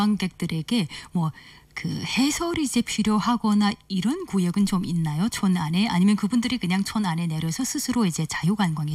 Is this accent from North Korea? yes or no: no; Yanbian, Jilin, China; 저는 사실은 연변 사람이니까